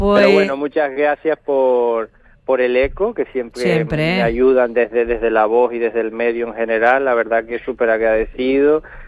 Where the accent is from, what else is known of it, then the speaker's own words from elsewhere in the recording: Canary Islands, Spain; accent: Canarian; La gente siempre me dice, ay, me encanta porque hablas todavía de manera canaria. Digo, si no hablamos nosotros de manera canaria